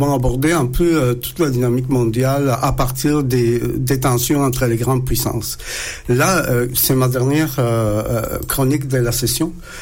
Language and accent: French; Nicaragua; moved away; celui du Nicaragua, mon pays d'origine.